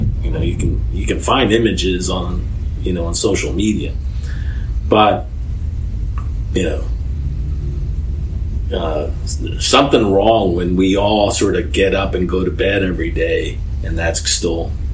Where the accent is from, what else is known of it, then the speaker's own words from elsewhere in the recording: Philadelphia, Pennsylvania, United States; when I was growing up on Howard Street